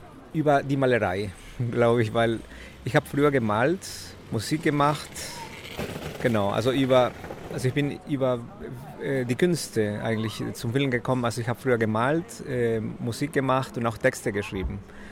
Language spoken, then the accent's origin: German; Ecuador; now in Germany; Genau, und ich komme aus Ecuador, lebe ich in Deutschland seit 99, also schon ein paar Jahre in Deutschland